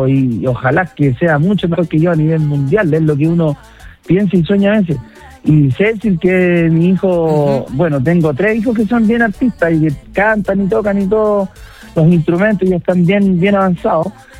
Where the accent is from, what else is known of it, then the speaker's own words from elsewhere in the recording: Limache, Valparaíso, Chile; Bueno, Limache es mi tierra, que me vio crecer también. Ahí partí por primera vez cantando en bares, en lugares donde se aglomeraba público para poder ir a buscar una monedita y ayudar a la familia en ese entonces.